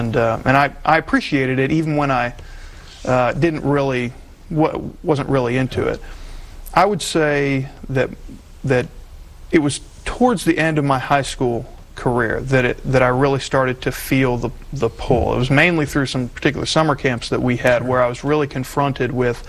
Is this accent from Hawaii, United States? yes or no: no; Florida, United States; My particular background was I grew up in Central Florida. My family, we grew up in the Presbyterian Church, Associate Reformed Presbyterian, and it was a great, great church.